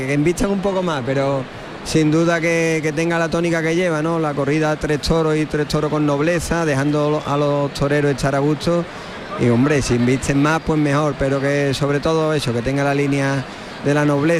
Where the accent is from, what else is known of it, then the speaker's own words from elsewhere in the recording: Seville, Andalusia, Spain; sobre todo en mi tierra, en Sevilla